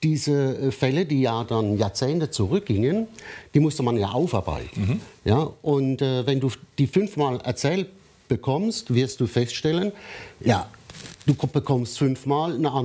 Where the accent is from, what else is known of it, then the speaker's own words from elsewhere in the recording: Rhineland-Palatinate, Germany; Ich bleibe in der Heimat.